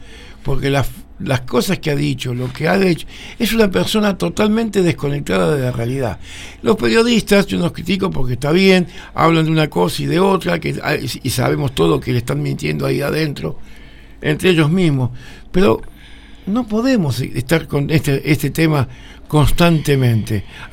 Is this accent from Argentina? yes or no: yes; Argentina; ¿Se acuerdan que somos argentinos, que tenemos un territorio de los más grandes de Sudamérica y estamos entre los 20 países más grandes del mundo?